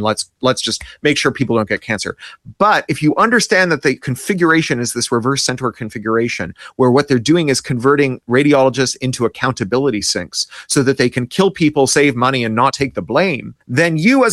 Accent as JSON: {"language": "English", "country": "Canada", "tie": "born or raised there"}